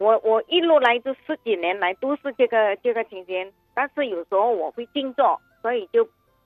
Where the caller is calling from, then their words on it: Vancouver, British Columbia, Canada; Chinese is a second language; 我是来自温哥华的加拿大温哥华的